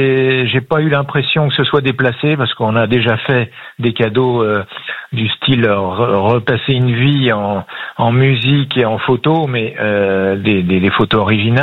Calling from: Nantes, Pays de la Loire, France; Alors je suis à Nantes.

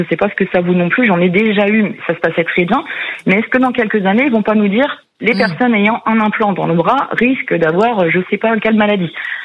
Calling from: Chaumont, Brittany, France; J'habite à Chaumont, en Ille-et-Vilaine

